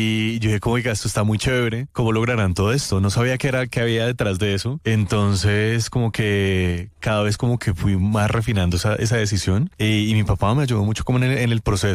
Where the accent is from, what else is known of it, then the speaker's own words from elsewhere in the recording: Bogotá, Bogotá D.C., Colombia; also born or lived in Australia; Súper rolo, lo que vendría siendo cachaco